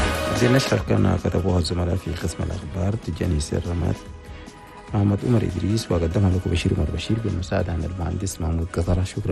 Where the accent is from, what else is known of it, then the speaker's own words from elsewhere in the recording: Chad; النزاعات والمصالحة في بلدنا تشاد